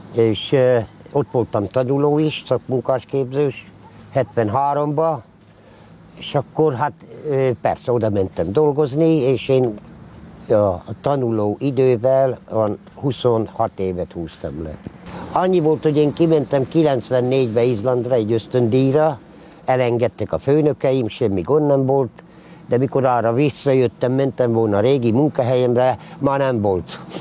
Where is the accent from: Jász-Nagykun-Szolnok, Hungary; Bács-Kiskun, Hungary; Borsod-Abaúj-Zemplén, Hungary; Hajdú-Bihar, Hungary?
Borsod-Abaúj-Zemplén, Hungary; Ózd; Ezen a részen laktak a bojki cigányok. Nekünk ez volt a nevünk, hogy bojki cigányok, mert Ózon van elég sok cigántelep. De ez volt a bojki cigántelep. Itt nőttem fel 11 éves koromig